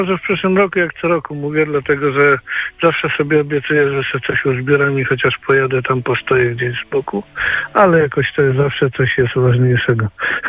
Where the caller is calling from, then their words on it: Gniezno, Greater Poland Voivodeship, Poland; dzwonię tradycyjnie z objazdu Gniezna.